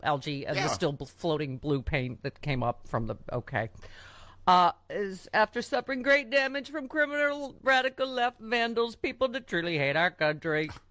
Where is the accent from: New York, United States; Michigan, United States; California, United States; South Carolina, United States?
New York, United States; Lockport; Growing up in Lockport, New York, as I recall... Arby's was delicious